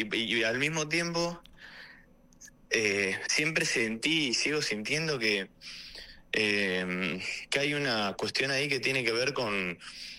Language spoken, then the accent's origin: Spanish; Buenos Aires, Argentina; Yo nací y crecí en Boedo, que es un barrio muy muy tanguero